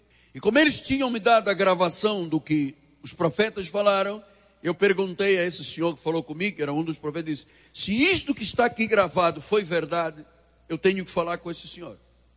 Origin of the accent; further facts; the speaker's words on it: Brazil; eu sou do Brasil